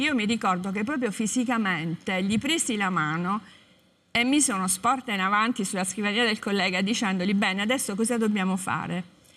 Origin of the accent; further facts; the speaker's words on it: Taranto, Apulia, Italy; io sono di Taranto